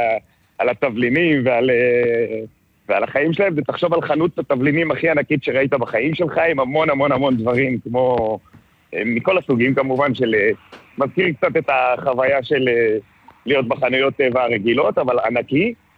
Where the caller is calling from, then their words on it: Rishon LeZion, Central District, Israel; אני מראשון לציון.